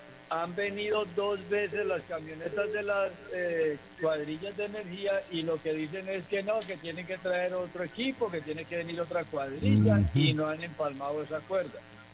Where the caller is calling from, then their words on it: Colombia; Del Alto de la Olga, vía Villarrodas.